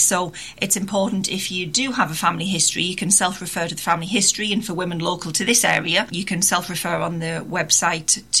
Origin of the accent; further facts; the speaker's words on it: Sunderland, North East England, United Kingdom; I'm from Sunderland and decided from quite an early age that I'd like to go into medicine.